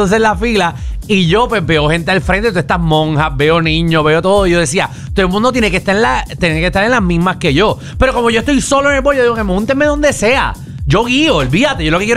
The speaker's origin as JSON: {"language": "Spanish", "country": "Puerto Rico", "said": "soy de aquí, de Puerto Rico"}